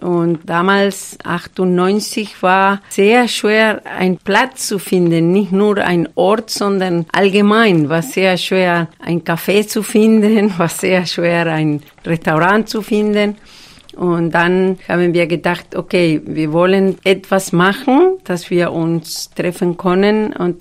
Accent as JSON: {"language": "German", "country": "Argentina", "second_language": "German", "said": "weil ich komme aus Argentinien"}